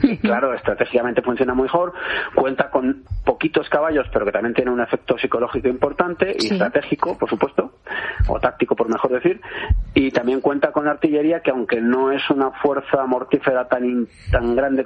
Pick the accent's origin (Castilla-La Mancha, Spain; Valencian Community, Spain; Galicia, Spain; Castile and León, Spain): Castilla-La Mancha, Spain; Cuenca; born there; En mi pueblo, en Cuenca estoy.